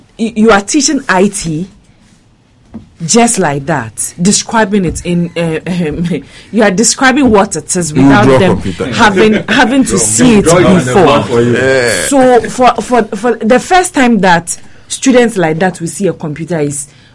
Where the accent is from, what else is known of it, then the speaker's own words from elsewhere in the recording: Ghana; See, growing up in Vapo, we were attending LA Senior High.